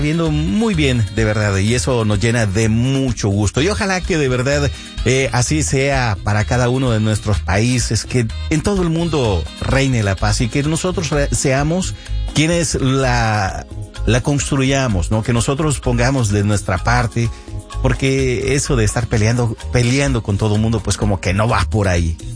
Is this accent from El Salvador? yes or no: yes; El Salvador; moved away; vamos a presumirle allá al centro histórico de San Salvador. Mi tierra también tiene muchos lugares donde puede visitarlos, que están muy bonitos.